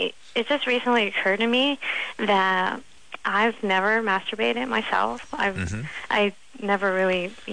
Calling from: National City, California, United States

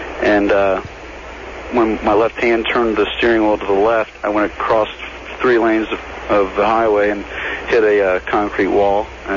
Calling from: Dayton, Ohio, United States; I'm from Dayton, Ohio, and I work with a bunch of guys.

